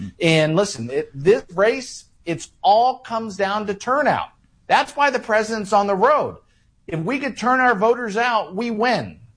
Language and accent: English; Florida, United States; I'm from Florida, where we have probably the most, you know, the safest elections in the country.